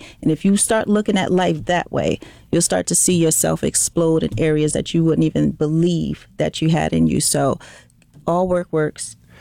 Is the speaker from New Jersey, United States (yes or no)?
yes; New Jersey, United States; now in Glen Burnie, United States; I'm from New Jersey.